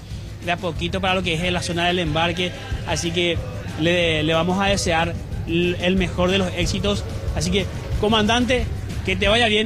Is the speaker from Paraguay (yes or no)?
yes; Paraguay; como buenos y fieles paraguayos que somos